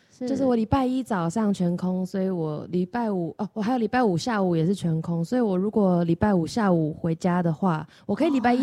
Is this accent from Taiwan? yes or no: yes; Kaohsiung, Taiwan; moved away as an adult; now in Taipei, Taiwan; 我不是台北人，我是高雄人